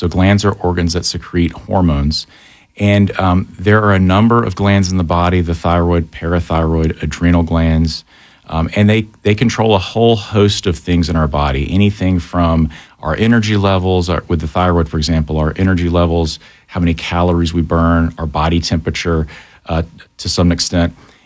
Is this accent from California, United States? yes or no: no; Dahlonega, Georgia, United States; So I'm originally from Dahlonega, Georgia. My mother was a primary care physician up there until she most recently retired.